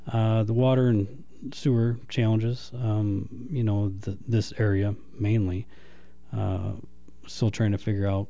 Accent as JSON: {"language": "English", "town": "Morris", "region": "Illinois", "country": "United States", "tie": "born or raised there", "also_born_or_lived": "Minooka, Illinois", "moved": "as an adult", "lives_now": "Chino Valley, United States", "said": "Was born and raised in Morris, Illinois, about an hour south of Chicago."}